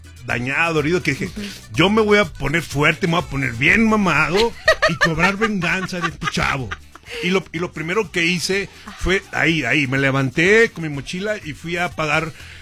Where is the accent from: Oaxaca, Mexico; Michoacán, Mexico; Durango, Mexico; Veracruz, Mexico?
Durango, Mexico; De la comarca lagunera, del norte.